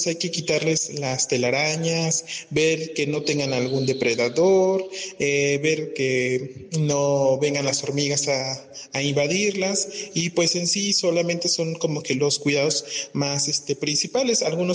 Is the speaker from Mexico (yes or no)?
yes; Cuetzalan del Progreso, Puebla, Mexico; Yo soy originario de Cuetzalan del Progreso, Puebla.